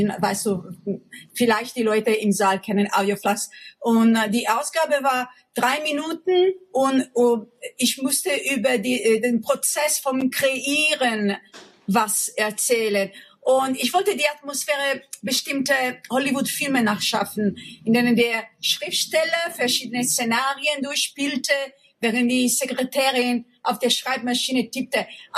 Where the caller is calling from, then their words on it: Cagliari, Sardinia, Italy; Ich bin in Cagliari, Sardinien.